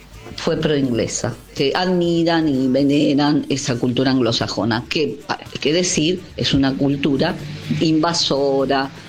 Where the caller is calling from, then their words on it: Esteban Echeverría, Buenos Aires Province, Argentina; de Esteban Echeverría.